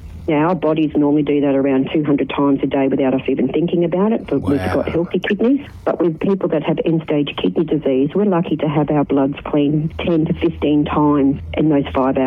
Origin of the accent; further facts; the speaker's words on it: South Australia, Australia; I'm from South Australia.